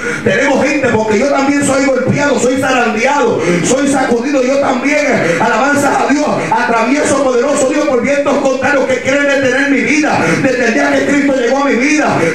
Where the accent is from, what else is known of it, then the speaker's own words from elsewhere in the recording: Puerto Rico; En mi país, Puerto Rico